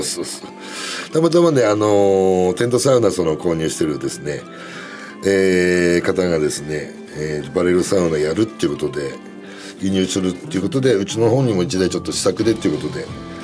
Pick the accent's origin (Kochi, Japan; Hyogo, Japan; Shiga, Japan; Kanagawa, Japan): Kanagawa, Japan; Yokohama; now in Sapporo, Japan; 横浜です。はい、横浜市函館町ってところなんですね。